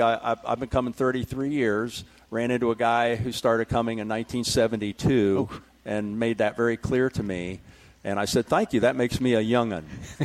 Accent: Ohio, United States

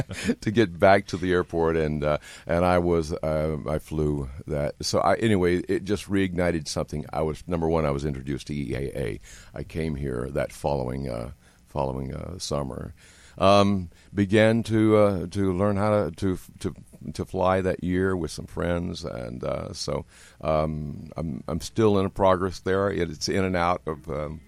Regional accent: Tennessee, United States; now in Denver, United States; Growing up in Tennessee on a farm near an airport

